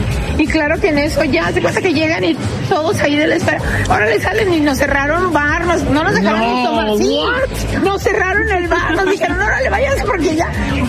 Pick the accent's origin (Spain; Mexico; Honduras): Mexico; Chihuahua